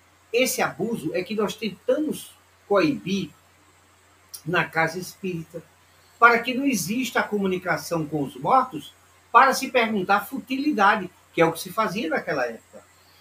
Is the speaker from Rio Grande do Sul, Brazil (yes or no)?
no; Alagoas, Brazil; accent: nordestino; now in Camaragibe, Brazil; Nós somos nordestinos mesmo. Eu sou alagoano